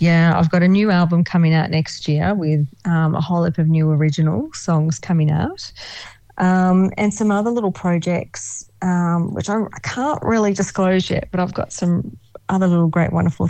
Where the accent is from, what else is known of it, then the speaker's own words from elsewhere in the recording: Australia; I love Australia. It's my hometown, but I think sometimes there's a little bit of that tall poppy syndrome that happens here in Australia.